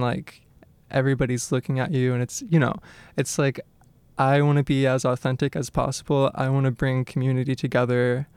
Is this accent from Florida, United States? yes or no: yes; Florida, United States; now in Hazel Park, Michigan, United States; Oh, I live in Hazel Park. I'm originally from Florida